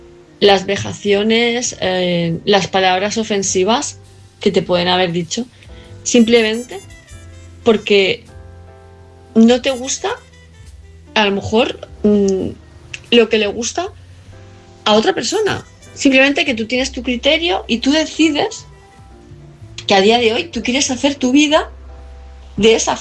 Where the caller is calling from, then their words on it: Palma, Balearic Islands, Spain; de Palma de Mallorca